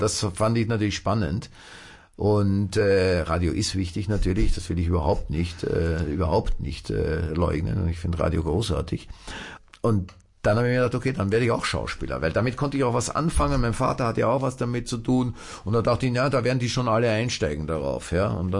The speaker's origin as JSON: {"language": "German", "region": "Vienna", "country": "Austria", "tie": "born or raised there", "said": "da sind wir wieder auch beim zweiten Bezirk, wo ich aufgewachsen bin, im Rotlichtmilieu"}